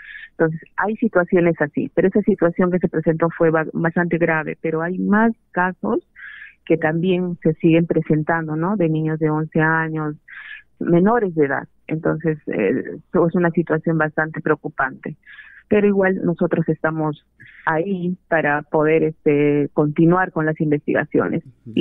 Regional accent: Puno, Peru; born there; now in Cusco, Peru; Yo soy de la ciudad de Puno, nací allá, estoy en el Cusco, trabajaba allá también como fiscal en el Cusco.

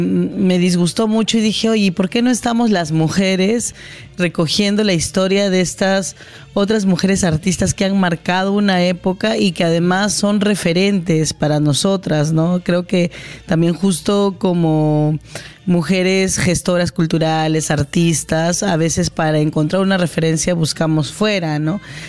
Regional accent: Peru; como buenos peruanos solemos también exagerar.

